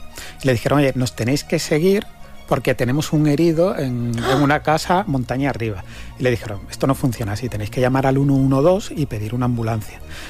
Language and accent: Spanish; Cádiz, Andalusia, Spain; now in Costa del Sol, Spain; yo no soy de Málaga, yo soy de Cádiz, llevo 15 años viviendo allí en la Costa del Sol